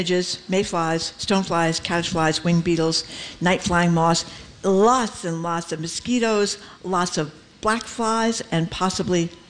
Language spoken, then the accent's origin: English; Fall River, Massachusetts, United States; I mean, I know growing up in Fall River, I mean, soccer was huge because there were so many great Portuguese teams.